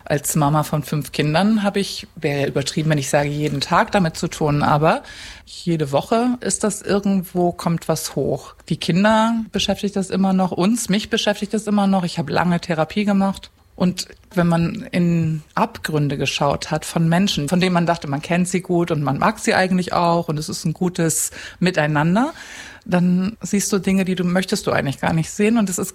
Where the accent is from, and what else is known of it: Cuxhaven, Lower Saxony, Germany; born or raised there; also born or lived in Hamburg